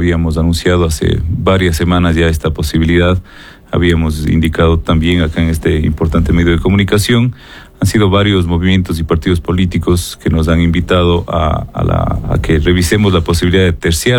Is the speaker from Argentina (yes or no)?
no; Ecuador; Creo que firmemente, como cualquier ecuatoriano, se debe lograr transparentar los recursos y únicamente no tiene que ser para los servidores públicos.